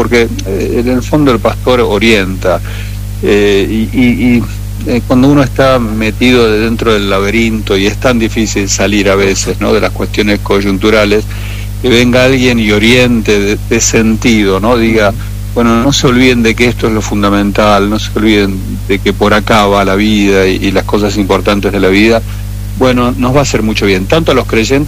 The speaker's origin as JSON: {"language": "Spanish", "country": "Argentina", "said": "así como vengo yo de la Argentina, vienen de todo el mundo"}